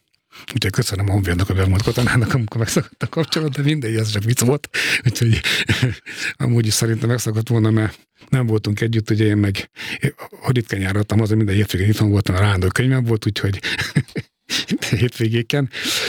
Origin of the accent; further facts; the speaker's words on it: Miskolc, Borsod-Abaúj-Zemplén, Hungary; moved away as an adult; ott kezdtem meg minden, meg csak ott nőttem fel, ott éltem 20 éves koromig